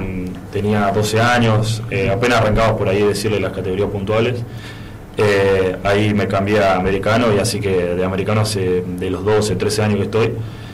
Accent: Carlos Pellegrini, Santa Fe, Argentina; Bueno, yo soy de Carlos Pellegrini, de acá de la provincia de Santa Fe, un pueblito que queda a 150 o 200 kilómetros.

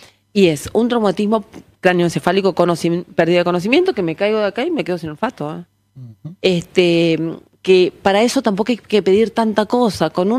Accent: Buenos Aires, Argentina; yo soy porteña, pero soy hija de Correntina.

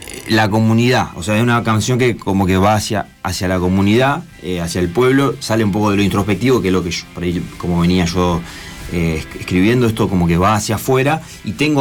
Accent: Rosario, Santa Fe, Argentina; also born or lived in Coronel Bogado; Sí, nací en Rosario y me crié un poco acá y un poco en un pueblo llamado Coronel Bogado.

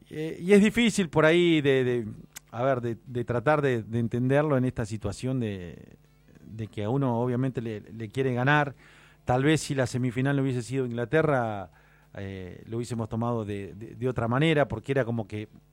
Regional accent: Argentina; Somos exitistas, somos argentinos.

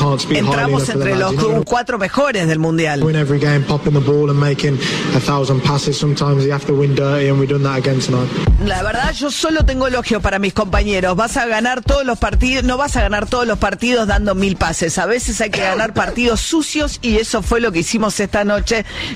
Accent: Argentina; Somos todos hinchas, somos todos argentinos

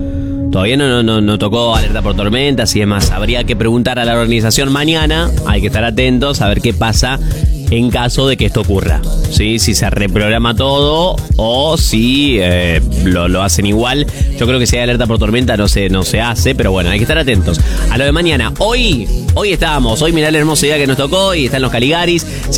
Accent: Juan Eulogio Barra, Buenos Aires, Argentina; Mira, Nico … soy de Juan Eulogio Barra, provincia de Buenos Aires.

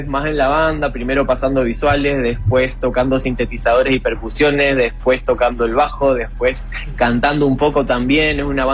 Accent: Corrientes, Argentina; moved away as an adult; now in Santa Fe, Argentina; más de 7, 8 años capaz, desde que me mudé a Santa Fe. Yo soy de Corrientes Capital, me mudé a estudiar música acá

